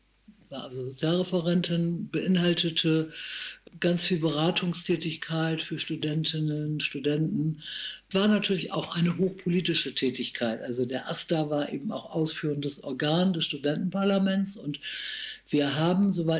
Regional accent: Varel, Lower Saxony, Germany; ich habe mich ganz bewusst dann nach Varel beworben, weil ich dachte, das ist meine Heimat. Die Umgebung ist mir bekannt.

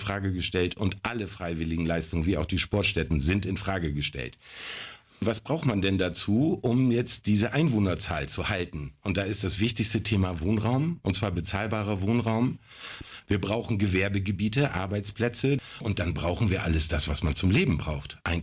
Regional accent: Schotten, Hesse, Germany; ich bin 55 Jahre alt und gebürtiger Schottenser. Ich war nur zum Studieren ein paar Jahre weg und habe mich dann entschieden, wieder in meine Heimat zurückzukehren.

